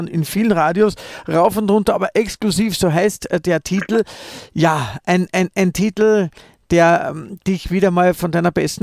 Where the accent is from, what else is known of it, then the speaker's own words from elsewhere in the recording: Vienna, Austria; Ich darf den Tiroler nur nie verraten, dass ich eigentlich Wiener bin